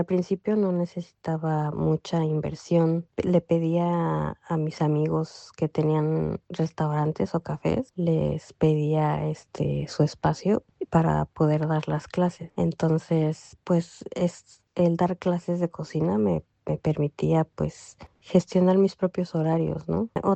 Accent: Mexico City, Mexico; moved away as an adult; now in Tokyo, Japan; soy de la Ciudad de México y actualmente vivo en Tokio, Japón. Me casé con una persona japonesa, entonces decidimos vivir en Japón y llevo 15 años viviendo en Japón.

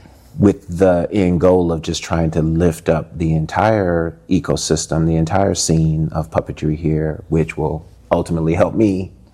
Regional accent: St. Louis, Missouri, United States; moved away; also born or lived in Tennessee; They separated when I was like 3. And I was moved from rural Tennessee, where I was born, to St. Louis. And I grew up in St. Louis. And then I've been here for 30 plus years, as well as some other places.

